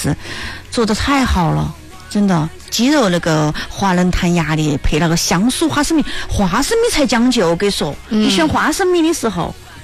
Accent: Chongqing, China; 我们重庆人

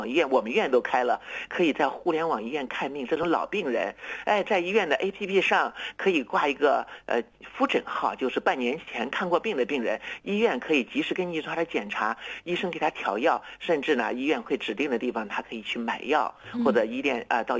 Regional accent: China; 这表示着我们中国人的文明哈更加好

